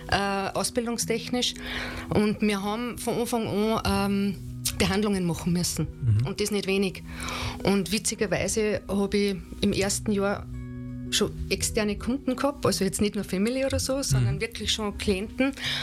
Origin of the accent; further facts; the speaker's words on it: Schwarzach, Salzburg, Austria; Also ich bin … geboren in Schwarzach vor fast 53 Jahren, aufgewachsen in Schwarzach